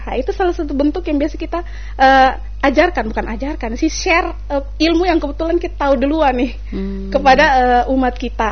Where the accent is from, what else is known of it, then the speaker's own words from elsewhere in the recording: Alor, East Nusa Tenggara, Indonesia; Karena memang di Alor itu, saya kebetulan dari Alor. Di Alor itu kami bahkan dalam satu rumah itu banyak agamanya.